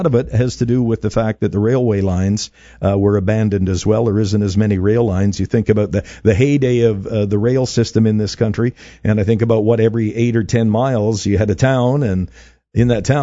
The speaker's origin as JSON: {"language": "English", "region": "Manitoba", "country": "Canada", "tie": "born or raised there", "said": "I know I can relate myself to a town near my hometown in southwest Manitoba."}